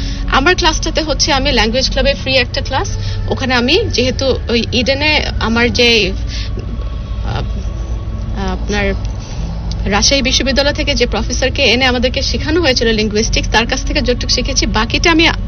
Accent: Bangladesh

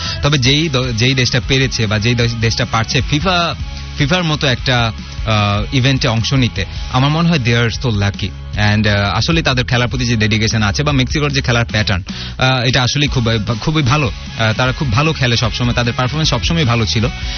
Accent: Bangladesh; আমরা বাংলাদেশি যারা আছি বা এই বাঙালি মানে আমরা জাতীয়তা ভেদে বাঙালি যারা আছি

